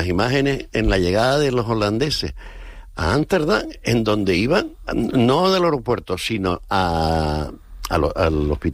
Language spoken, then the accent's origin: Spanish; Canary Islands, Spain